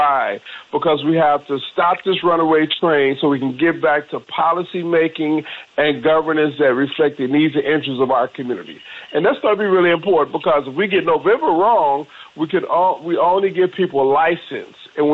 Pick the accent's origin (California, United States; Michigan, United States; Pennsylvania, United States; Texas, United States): Michigan, United States; Detroit; I grew up in Detroit, Metro Detroit.